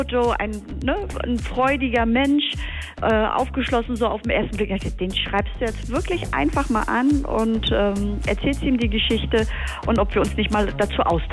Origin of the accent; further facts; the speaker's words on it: Laage, Mecklenburg-Vorpommern, Germany; Ich so, na, was für ein Zufall, komme ich ja auch.